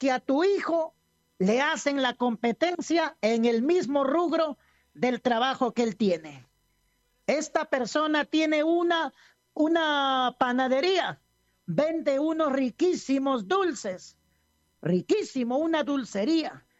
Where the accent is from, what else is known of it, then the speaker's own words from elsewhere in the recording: Peru; Ese es mi pueblo peruano, pero con un corazón alegre para adorar y exaltar el nombre de nuestro Señor Jesucristo.